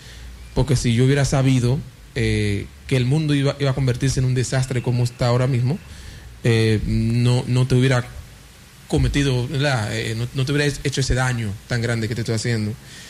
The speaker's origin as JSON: {"language": "Spanish", "country": "Haiti", "second_language": "Spanish", "moved": "yes", "said": "Yo soy de Haití"}